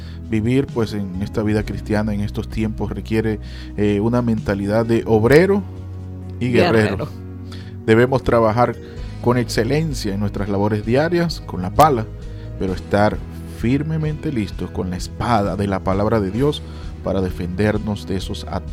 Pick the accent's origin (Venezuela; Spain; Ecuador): Venezuela